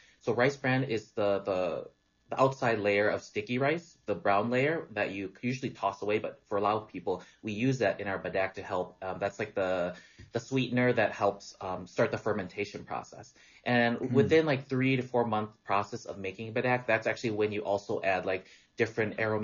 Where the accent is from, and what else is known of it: Wisconsin, United States; born or raised there